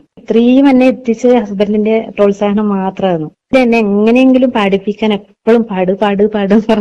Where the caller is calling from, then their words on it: Payyanur, Kerala, India; ഞാൻ പയ്യന്നൂർ തെരുവിൽ നിന്ന്.